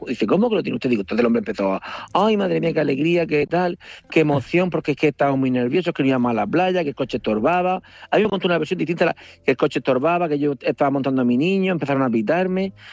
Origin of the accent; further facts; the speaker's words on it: Murcia, Region of Murcia, Spain; mire, me identifico, digo, mire … soy de Murcia y tal.